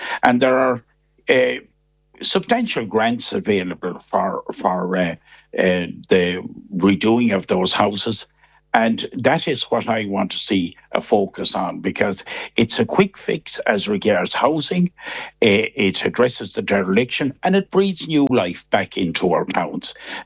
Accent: Kilkelly, Connacht, Ireland; it's 69 years since my hometown Kilkelly had the privilege of having the chairman.

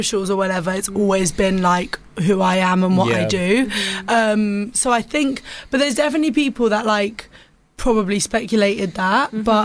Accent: Cyprus

